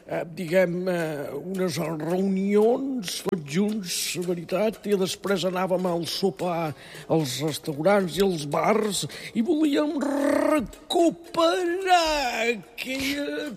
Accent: Catalonia, Spain; Em pot parlar en català perquè jo sóc català de tota la vida.

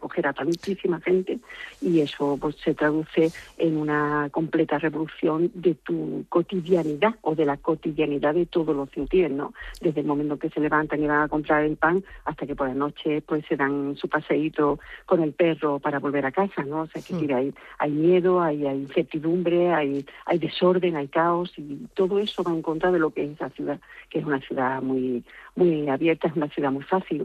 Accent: Ceuta, Spain; also born or lived in Las Palmas de Gran Canaria; Sí, yo nací, para ser exacto, en Las Palmas de Gran Canaria de forma circunstancial, porque mis padres que sí eran de Ceuta...

